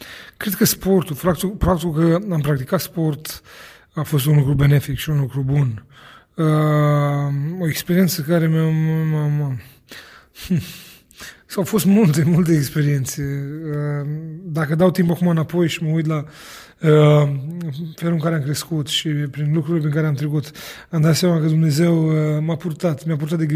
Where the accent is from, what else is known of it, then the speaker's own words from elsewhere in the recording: Suceava, Suceava County, Romania; Pentru că, mă rog, în perioada de după Revoluție, în România era destul de dificil. Crescând în Suceava, pe străzile din Suceava, acolo am întâmpinat de multe ori probleme.